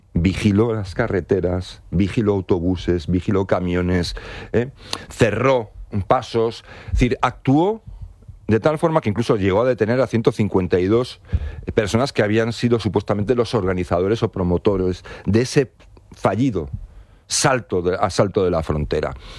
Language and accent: Spanish; Spain; desde el punto de vista como español